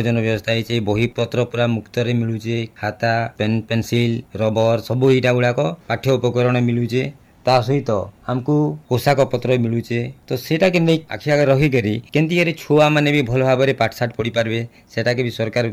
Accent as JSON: {"language": "Odia", "region": "Odisha", "country": "India", "tie": "born or raised there", "said": "ଯେତେବେଳେ ଆମେ ସାନ ଥିଲୁ, ଆମ ଗାଁରେ ତ ସେତେବେଳେ ସ୍କୁଲ ନେଇ ଥାଇ, ଆମର ପାଖେ ଯେନ୍ ଅଛି ଧରାମାଲ ଗାଁ ବୋଲିକରି, ସେନେକି ଆମେ ଚାଲି ଚାଲି କରି ପାଠ ପଢ଼ି ଯାଉଥିଲୁ।"}